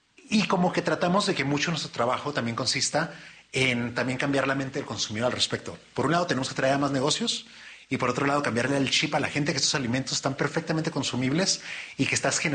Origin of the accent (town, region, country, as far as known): Mexico